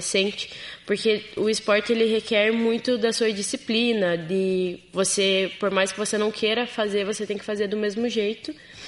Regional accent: Matinhos, Paraná, Brazil; now in Araucária, Brazil; Eu não sou de Araucária, eu sou lá do litoral, lá de Matinhos. Então, eu sou caiçara, não sou araucariense.

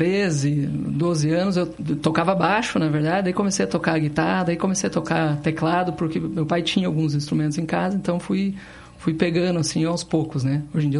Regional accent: Curitiba, Paraná, Brazil; Eu sou de Curitiba mesmo.

